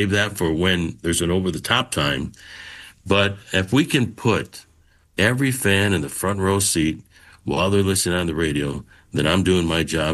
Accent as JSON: {"language": "English", "town": "Chicago", "region": "Illinois", "country": "United States", "tie": "born or raised there", "moved": "yes", "lives_now": "Seattle, United States", "said": "I grew up in Chicago. But Seattle's my home"}